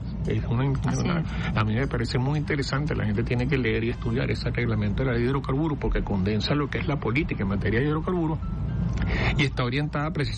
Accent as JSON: {"language": "Spanish", "country": "Venezuela", "said": "nosotros los venezolanos"}